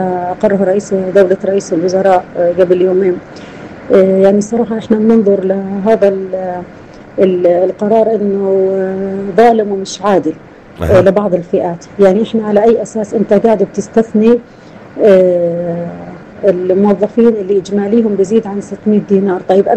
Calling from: Jerash, Jerash Governorate, Jordan

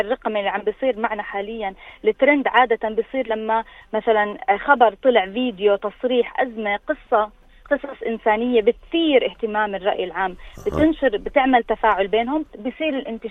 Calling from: Jordan; عندنا في الأردن

